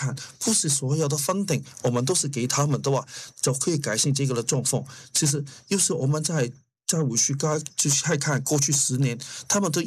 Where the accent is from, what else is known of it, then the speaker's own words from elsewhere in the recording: New Zealand; 我们新西兰人不是福利很好吗？